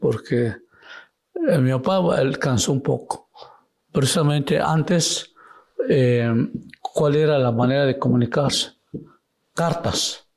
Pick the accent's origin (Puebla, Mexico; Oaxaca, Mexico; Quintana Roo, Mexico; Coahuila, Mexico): Oaxaca, Mexico; now in Mexico City, Mexico